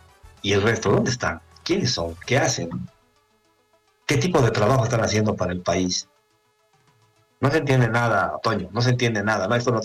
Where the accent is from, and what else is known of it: Bolivia